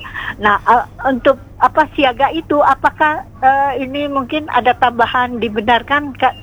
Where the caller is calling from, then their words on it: Lembang, West Java, Indonesia; saya dari Lembang, Bandung, jauh.